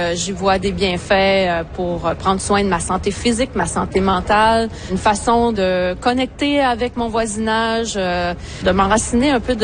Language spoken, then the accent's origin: French; Quebec, Canada; first language French; moved away; Je viens d'un milieu rural dans la province du Québec. Mes grands-parents viennent de l'agriculture.